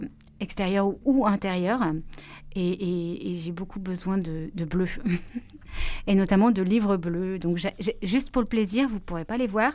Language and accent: French; Grenoble, Auvergne-Rhône-Alpes, France; moved away as an adult; also born or lived in Paris; Je suis grenobloise, mais j'étais 10 ans à Paris, donc j'ai travaillé en librairie. Et quand je suis revenue à Grenoble avec ma fille